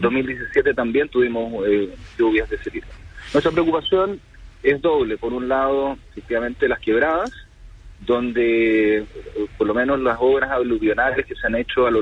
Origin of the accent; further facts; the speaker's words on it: Antofagasta, Chile; como somos los antofagastinos